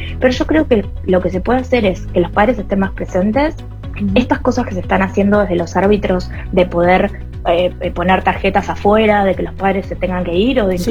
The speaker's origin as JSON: {"language": "Spanish", "country": "Uruguay", "moved": "as an adult", "lives_now": "Argentina", "said": "Soy uruguaya, vivo en Argentina hace 12 años."}